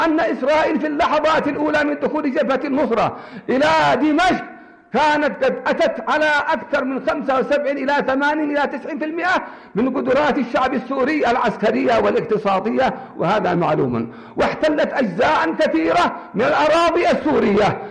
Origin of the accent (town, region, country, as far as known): Yemen